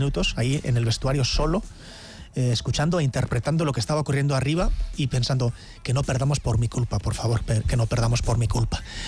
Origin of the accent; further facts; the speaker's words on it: Elgoibar, Basque Country, Spain; Sí, bueno, yo soy del Góibar, de un barrio rural llamado San Miguel. Uh-huh. Y empiezo en la plaza del barrio, que es una plaza de arrastre de bueyes.